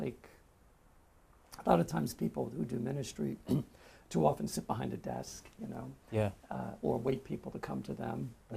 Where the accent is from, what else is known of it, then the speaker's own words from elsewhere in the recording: New York, United States; So I'm from New York, Long Island.